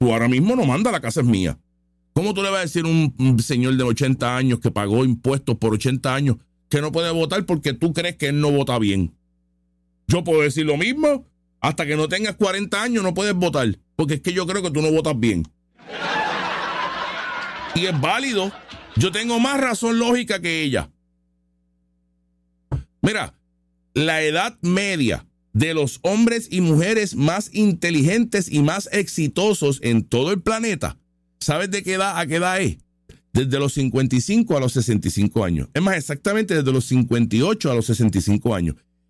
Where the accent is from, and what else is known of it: Puerto Rico